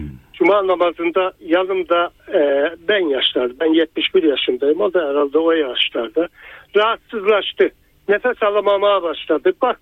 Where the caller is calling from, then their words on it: Sakarya, Turkey; Ben Sakarya'dan